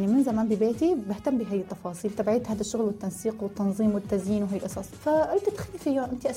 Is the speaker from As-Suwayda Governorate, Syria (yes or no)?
no; Aleppo, Aleppo Governorate, Syria; moved away; بالذات نحن كسوريين. إنه فرضاً كنت بحلب صارت الحرب، طلعت من حلب جيت لتركيا ما في استقرار، طلعت على الإمارات ما كنت مستقرة